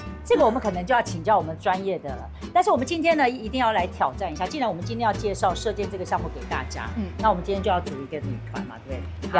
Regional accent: Hualien County, Taiwan; 我的母亲是来自花莲阿美族，对，我的家乡在凤梨。

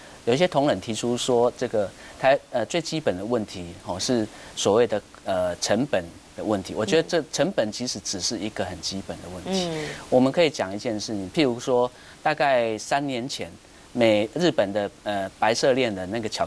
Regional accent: Taiwan

